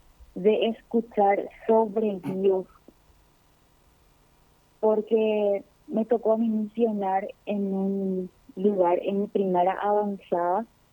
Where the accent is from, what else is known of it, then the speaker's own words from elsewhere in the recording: Caaguazú, Paraguay; Yo soy de la diócesis de Coronel Oviedo, de la ciudad de Caaguazú